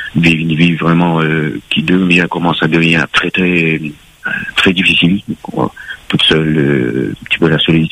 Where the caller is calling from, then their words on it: Le Tampon, Réunion; J'habite de la Belgique du Sud, plus précisément, on va dire au Tampon.